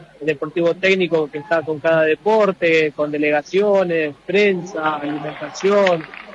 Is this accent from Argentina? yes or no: yes; Venado Tuerto, Santa Fe, Argentina; yo que soy de Venado Tuerto, sí, de Santa